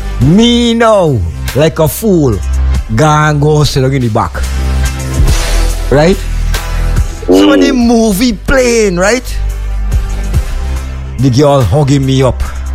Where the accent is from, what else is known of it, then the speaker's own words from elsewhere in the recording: Guyana; I come from Guyana and I's a rice eater.